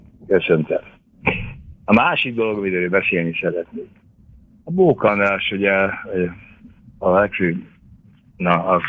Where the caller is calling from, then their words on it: Hungary; és én is magyar ember vagyok, aki 70 éves vagyok